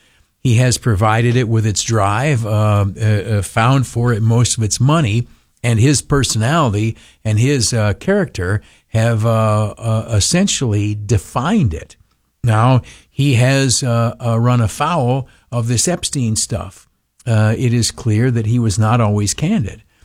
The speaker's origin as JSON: {"language": "English", "region": "New York", "country": "United States", "said": "I'm a hillbilly from the Southern Tier."}